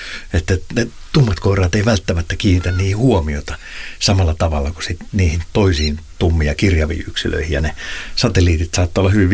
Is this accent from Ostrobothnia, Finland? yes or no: no; Pori, Satakunta, Finland; Mä muistan 80-luvulla, niin kun mä olen Porista kotoisin, niin siellä oli vielä suokukkoja soittimia ja niitä pesi siellä rantaniityillä.